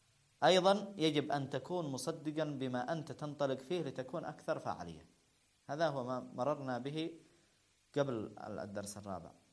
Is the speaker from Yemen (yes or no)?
yes; Yemen; عندنا في اليمن